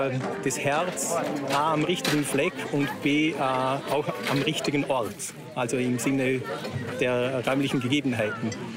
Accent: Liechtenstein; In der Blasmusikszene bei uns in Liechtenstein übrigens auch. 11 Gemeinden, 10 Musikvereine, da ist richtig was los in Liechtenstein.

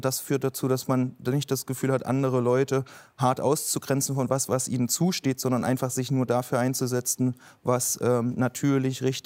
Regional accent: East Germany, Germany; Also ich bin in der Wendezeit aufgewachsen, also mit Annexionserfahrungen aufgewachsen.

